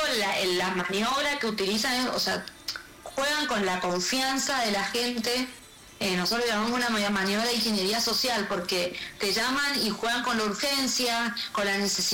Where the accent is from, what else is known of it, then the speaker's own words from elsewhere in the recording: General Alvear, Mendoza, Argentina; now in San Rafael, Argentina; Yo soy de Alvear